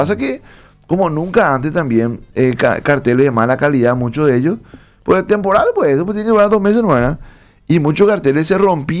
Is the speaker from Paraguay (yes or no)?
yes; Lambaré, Central, Paraguay; born there; moved away as an adult; now in Luque, Paraguay; yo puedo hablar de Luque porque vivo en Luque, Asunción porque trabajo acá, y de por ahí Lambaré, que nos queda cerca, y es luego mi ciudad original.